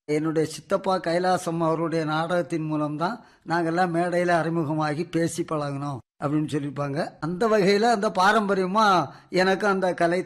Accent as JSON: {"language": "Tamil", "town": "Agastheeswaram", "region": "Tamil Nadu", "country": "India", "tie": "born or raised there", "said": "அகஸ்தீஸ்வரம் சொந்த ஊர்."}